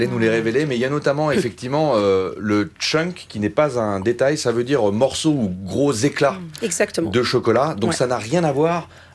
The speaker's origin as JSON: {"language": "French", "country": "Japan", "tie": "born or raised there", "said": "car je cherchais à retrouver un cookie de mon enfance au Japon."}